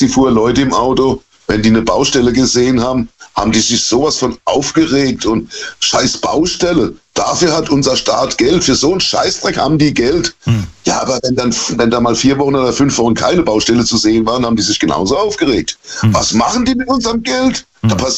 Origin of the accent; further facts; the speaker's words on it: Germany; Ja, ich bin Deutscher, sagen wir mal so.